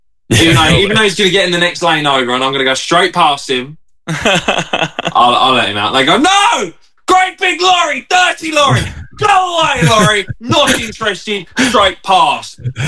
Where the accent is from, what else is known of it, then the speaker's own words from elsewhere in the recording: Essex, East of England, United Kingdom; I'm from Essex.